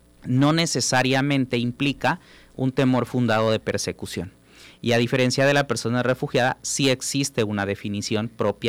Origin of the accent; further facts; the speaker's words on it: Chiapas, Mexico; moved away as an adult; now in Tabasco, Mexico; En mi caso, soy una persona migrante, soy del estado de Chiapas, me encuentro en Tabasco por cuestiones laborales, por cuestiones académicas, pero soy un migrante interno.